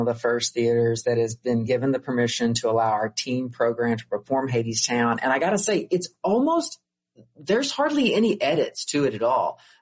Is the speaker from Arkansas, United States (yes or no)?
yes; Arkansas, United States; moved away; I grew up in Arkansas. We did not play hockey or get on ice ponds.